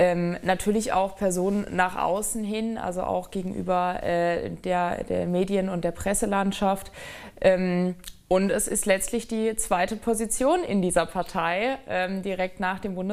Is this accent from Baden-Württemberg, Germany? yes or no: yes; Ettlingen, Baden-Württemberg, Germany; Naja, Ettlingen bleibt absolut meine Heimat. Es ist eine wunderschöne Stadt, die mir sehr, sehr am Herzen liegt